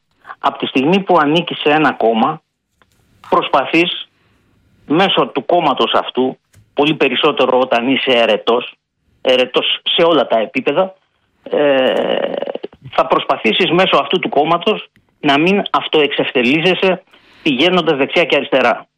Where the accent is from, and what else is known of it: Peloponnese, Greece; born there